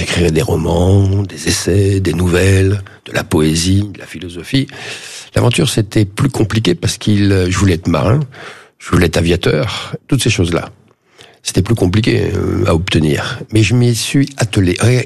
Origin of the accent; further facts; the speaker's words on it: Corsica, France; dans ma jeunesse en Corse